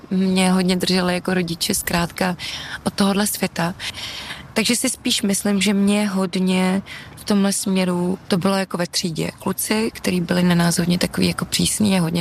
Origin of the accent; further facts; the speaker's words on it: Trutnov, Hradec Králové Region, Czechia; na terapii jsme tomu vždycky říkali, že mám pocit, že jsem řepa z Trutnova.